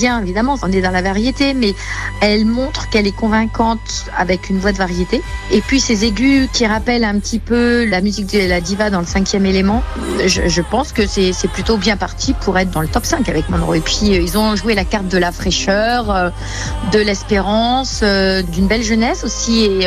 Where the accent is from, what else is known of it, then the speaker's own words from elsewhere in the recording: Reims, Grand Est, France; Et comme nous sommes de Reims, comme j'ai déjà travaillé à plusieurs reprises avec David Hardy